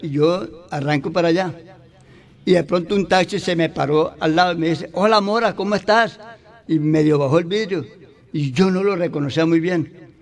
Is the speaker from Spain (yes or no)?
no; Valledupar, Cesar, Colombia; moved away as an adult; now in González, Colombia; Yo soy de González, pero fui criado aquí en Valledupar.